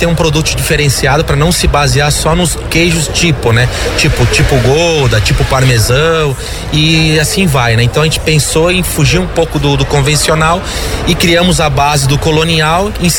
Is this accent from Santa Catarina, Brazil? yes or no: yes; Benedito Novo, Santa Catarina, Brazil; sou de Benedito Novo, a gente tem uma queijaria artesanal.